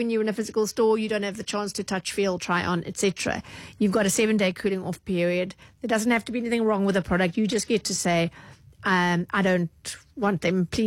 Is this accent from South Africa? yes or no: yes; Durban, KwaZulu-Natal, South Africa; My hometown of the Bluff. And I'm like, I'm from Durban. We don't really refer to my hometown, the Bluff.